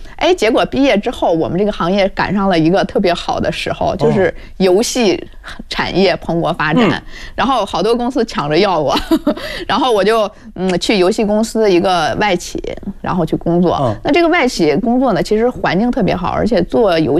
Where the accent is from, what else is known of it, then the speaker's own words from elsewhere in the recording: Beijing, China; 那时候我从小是在矿区里长大了。我上了高中才走出矿区。我们就在那个北京房山周口店镇的那个长沟峪煤矿。就是那会儿我们都属于矿务局管。